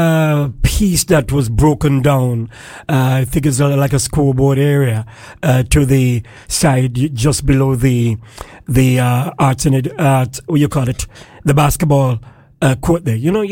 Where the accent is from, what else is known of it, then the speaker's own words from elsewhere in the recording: Montserrat; This was one of the joys growing up in Montserrat as a youth.